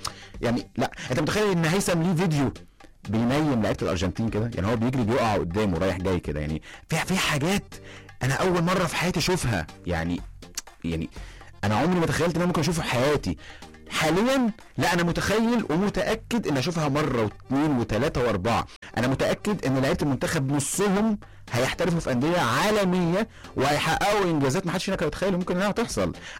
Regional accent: Egypt; لأن أنا شايف أن أنا واجبي كإنسان مصري

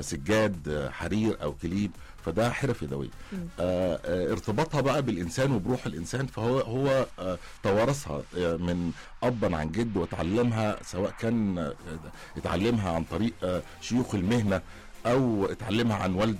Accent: Egypt; إحنا كمان كمصريين

